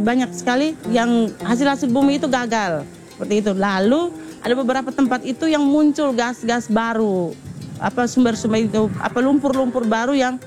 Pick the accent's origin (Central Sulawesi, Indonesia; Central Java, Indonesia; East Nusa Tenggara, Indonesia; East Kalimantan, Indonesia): East Nusa Tenggara, Indonesia; Mataloko; now in Kupang, Indonesia; Saya berasal dari Flores, Kabupaten Ngada, khususnya di Wogo, di Mataloko.